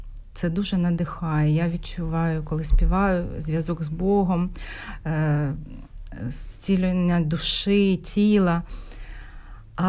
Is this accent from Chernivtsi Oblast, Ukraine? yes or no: no; Dnipro, Dnipropetrovsk Oblast, Ukraine; moved away as an adult; now in Switzerland; Я народилася в Україні, в місті Дніпро. З дитинства малюю, закінчила художню школу в Дніпрі, художнє училище імені Вучетича в Дніпрі і університет Олеся Гончара.